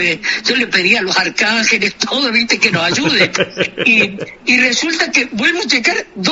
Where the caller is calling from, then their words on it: Salta, Argentina; Yo, estoy en este momento en La Rioja. Vine procedente de Salta y llegué a La Rioja el día viernes 3 de julio